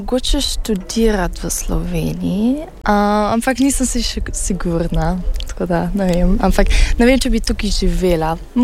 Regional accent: Berlin, Germany; Jaz sem iz Berlina, iz Nemčije.

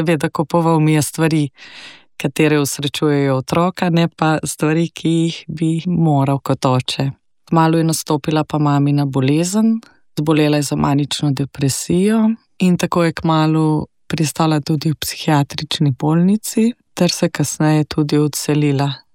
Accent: Bohinjska Bela, Upper Carniola, Slovenia; Prihajam iz Gorenjske, iz Bohinjske Bele.

